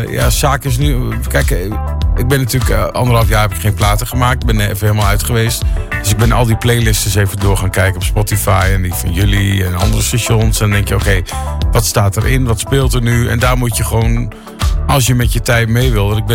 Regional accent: Netherlands; moved away as an adult; now in Spain; Ik hou nog steeds heel erg van Nederland. En ik ben ook helemaal niet Spaans. Ik ben gewoon een Hollander in een ander land.

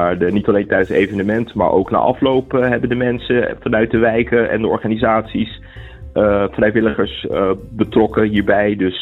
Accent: Leiden, South Holland, Netherlands; Ja, tuurlijk. Ik ben ook gewoon een Leidenaar.

